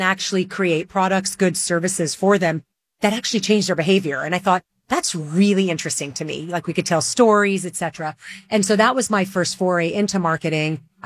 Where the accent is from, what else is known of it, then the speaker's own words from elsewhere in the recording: Dubai, United Arab Emirates; also born or lived in Lebanon; now in New York, United States; I'm originally Lebanese. I grew up in the Middle East in Dubai back when nobody really knew what the UAE was. And then my family immigrated to the U.S. And so now I live in New York with my husband and my daughter.